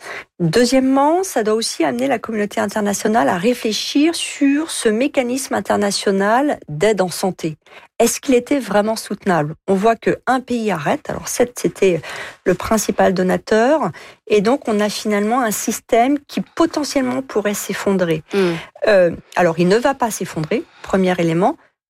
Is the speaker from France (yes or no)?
yes; France